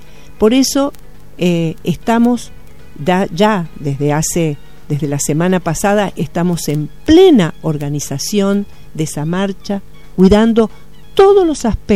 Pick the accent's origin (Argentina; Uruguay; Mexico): Argentina; es pensarnos como argentinos